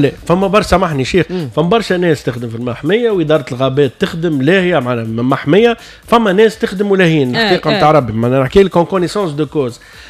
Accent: Hammam-Lif, Ben Arous, Tunisia; محمية بوغارنين واللي هي حومتي واهلي نوجه لهم تحية ولاد حومتي الكل في حمنلف.

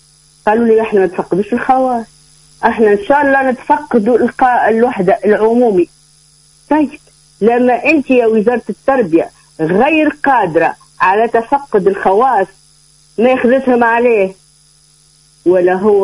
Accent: Tunisia; born there; فخورة أني أنا تونسية، وكل ما شارك في واحد نقول أنا تونسية وبنت تونس وتعليم في تونس

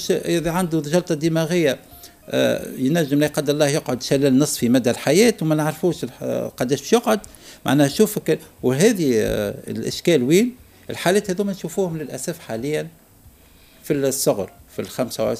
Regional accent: Tunisia; احنا تونسي

